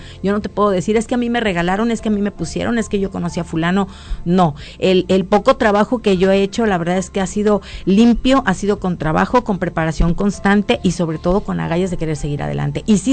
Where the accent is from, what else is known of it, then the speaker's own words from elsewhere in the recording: Tepic, Nayarit, Mexico; estoy enamorada de Tepic en todos los los sentidos. Entonces me pesaba tanto, decía, ¿cómo voy a dejar de donde soy para irme a otro lado?